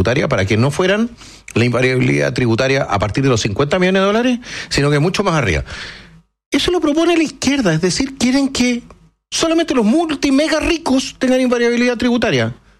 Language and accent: Spanish; Chile; somos todos chilenos, los empresarios y los trabajadores somos chilenos